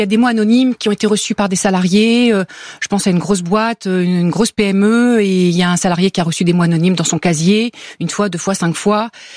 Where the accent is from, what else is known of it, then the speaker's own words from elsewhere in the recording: France; je suis française et que je fais une écriture étrangère.